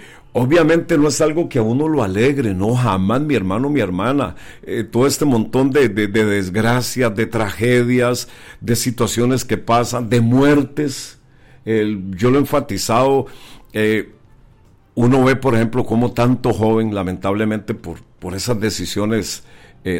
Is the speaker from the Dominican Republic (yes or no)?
no; Costa Rica; es una realidad que estamos viviendo nosotros como costarricenses. Y obviamente como cristianos